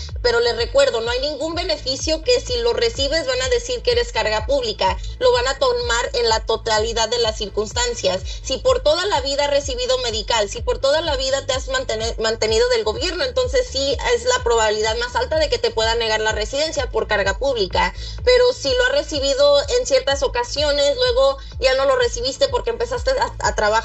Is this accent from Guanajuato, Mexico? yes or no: no; Uruapan, Michoacán, Mexico; born there; moved away; yo nací en Michoacán, yo nací en Uruapan.